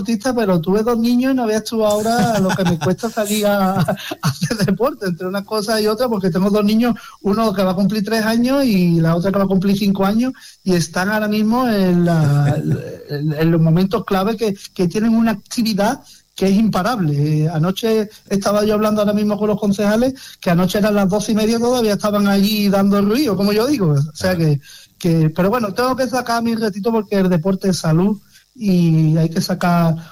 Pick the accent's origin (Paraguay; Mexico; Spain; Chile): Spain; Algar, Andalusia; Supuesto, por supuesto, yo que voy a decir de mi pueblo, ¿no?